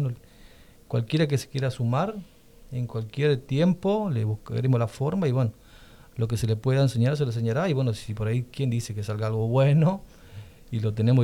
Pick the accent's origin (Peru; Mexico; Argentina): Argentina; Santa Fe; es un orgullo para nosotros de acá del norte